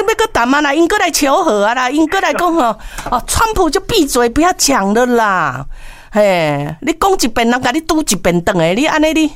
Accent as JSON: {"language": "Chinese", "country": "Taiwan", "said": "我们中国，我们是台湾的，嘿。"}